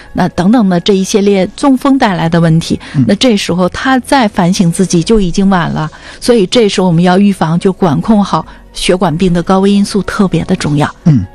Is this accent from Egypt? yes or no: no; Northeast China, China; 我们东北人